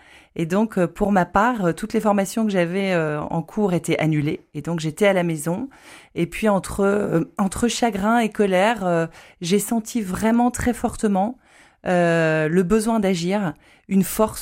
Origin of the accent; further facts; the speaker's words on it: Lille, Hauts-de-France, France; je suis originaire de Lille